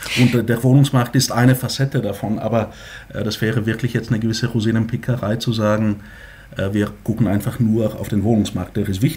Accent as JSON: {"language": "German", "country": "Bulgaria", "second_language": "German", "moved": "yes", "lives_now": "Germany", "said": "Wenn ein Land wie meine Heimat Bulgarien Trabi-artige Leistungen hinstellt, also ein vergleichsweise schlechtes Gesundheitssystem, aber dafür sehr niedrige Steuer den Bürgern abverlangt, ist es auch okay."}